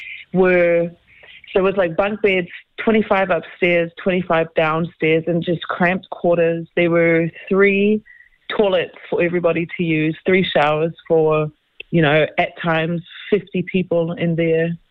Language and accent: English; New Zealand; now in Wisconsin, United States; I'm from New Zealand, Australian over here.